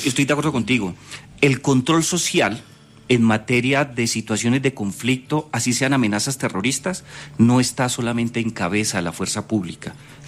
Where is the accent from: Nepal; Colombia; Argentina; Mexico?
Colombia; Buga, Valle del Cauca; Buga, mi ciudad natal